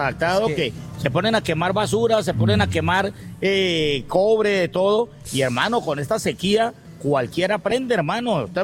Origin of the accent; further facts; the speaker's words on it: Cali, Valle del Cauca, Colombia; soy caleño